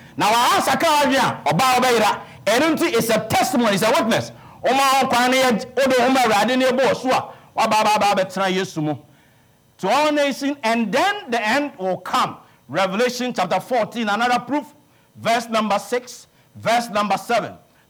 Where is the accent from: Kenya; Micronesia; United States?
Kenya; I'm from Kenya.